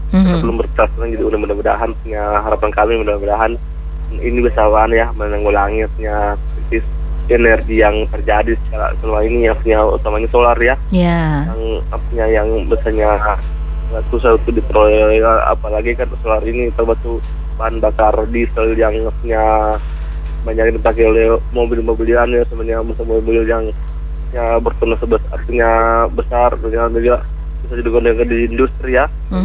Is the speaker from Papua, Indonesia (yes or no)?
no; Bone, South Sulawesi, Indonesia; di Bone di daerah saya.